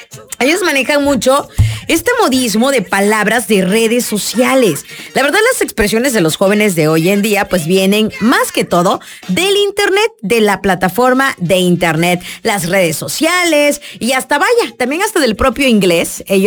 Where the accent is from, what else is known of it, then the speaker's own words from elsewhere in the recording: Mexico; como buenos mexicanos que somos